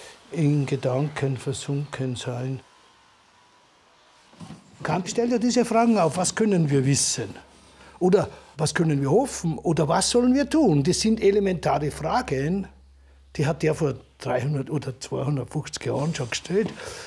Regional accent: Nebelberg, Upper Austria, Austria; Das ist eigentlich mein Heimatort. Das heißt, wir haben ja in Österreich, das war ja eine kleine Gemeinde Nebelberg

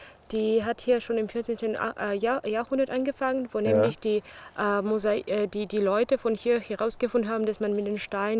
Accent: Lipetsk, Lipetsk Oblast, Russia; German is a second language; moved away as an adult; Meine Heimatstadt heißt Lipezk

